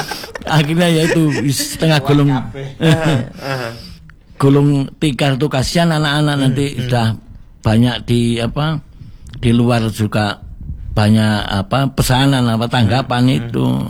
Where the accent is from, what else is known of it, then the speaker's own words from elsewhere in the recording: Malang, East Java, Indonesia; Saya kan orang Malang.